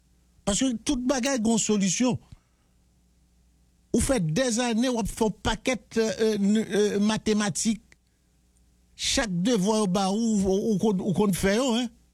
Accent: Haiti; En tant qu'haïtien d'Haïti, yon pays qui gon histoire tout pays qu'on aime.

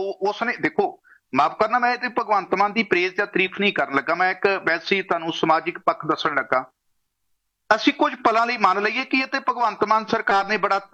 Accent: Punjab, India; moved away as an adult; now in Canada; ਅੱਜ ਅਸੀਂ ਕੈਨੇਡਾ ਦੀ ਧਰਤੀ ਤੇ ਬੈਠੇ ਹਾਂ ਜਾਂ ਪੰਜਾਬ 'ਚੋਂ ਅਸੀਂ ਪੰਡ ਗਏ ਸੀ

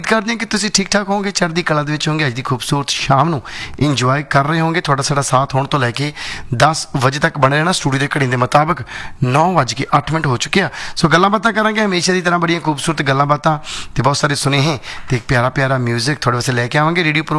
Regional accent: Punjab, India; ਮੈਂ ਮਾਲਵੇ ਤੋਂ ਹਾਂ

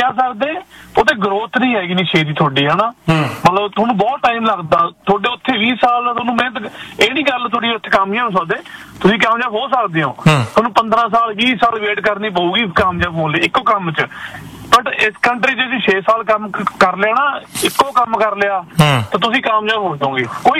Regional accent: Faridkot, Punjab, India; moved away; ਪਰ ਜਿੱਦਾਂ ਹੁਣ ਮੈਂ ਫਰੀਦਕੋਟ ਤੋਂ ਹਾਂ, ਸਾਡੇ ਹੁਣ ਮੇਲਾ ਚੱਲ ਰਿਹਾ ਤਿੰਨ ਦਿਨ

